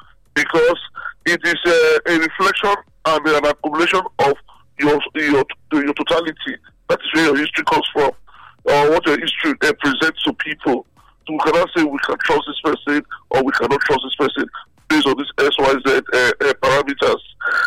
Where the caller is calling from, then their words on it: Benin City, Edo, Nigeria; I'm calling from Benin City.